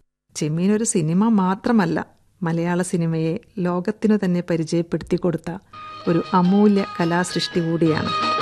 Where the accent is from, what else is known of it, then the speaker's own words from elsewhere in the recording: Parappanangadi, Kerala, India; also born or lived in Mankada Pallippuram; പരപ്പനങ്ങാടി, കടൽ ശ്വാസമായി ജീവിക്കുന്ന എന്റെ ജന്മനാട്. കടപ്പുറത്തിന്റെ ജീവിതം അങ്ങേയറ്റം ഇഴചേർന്ന എന്റെ ബാല്യം. എന്റെ വീടും കടലും തമ്മിലുള്ള ദൂരം 1 കിലോമീറ്ററിൽ താഴെ മാത്രം. വർഷക്കാലത്ത് കടലിളകിയാൽ ആഞ്ഞടിക്കുന്ന തിരമാലകളുടെ ശബ്ദം വീട്ടിലേക്ക് വരെ കേൾക്കാമായിരുന്നു.